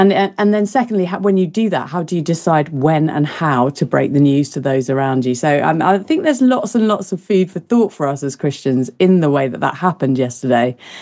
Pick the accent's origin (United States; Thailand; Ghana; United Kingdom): United Kingdom; London; moved away as an adult; now in Cornwall, United Kingdom; Yeah, I mean, you know, moving from the capital to Cornwall definitely does give you